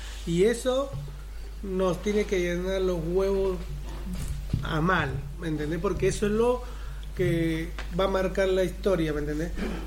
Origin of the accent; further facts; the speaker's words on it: Peru; now in Argentina; el peruano